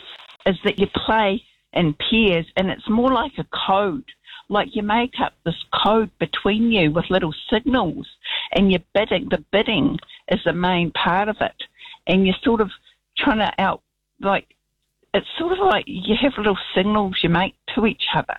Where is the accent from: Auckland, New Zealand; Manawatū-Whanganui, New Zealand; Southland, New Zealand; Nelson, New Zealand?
Southland, New Zealand; Invercargill; born there; born down in Invercargill Hospital where it's now a McDonald's, you know, I was born in Invercargill.